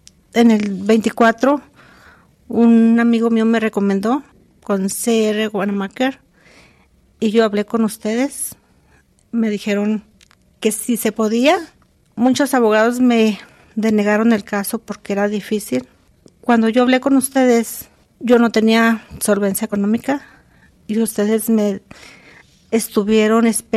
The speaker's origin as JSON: {"language": "Spanish", "town": "Namiquipa", "region": "Chihuahua", "country": "Mexico", "said": "Soy del estado de Chihuahua, pero nací en el municipio de Santa Clara, Namiquipa."}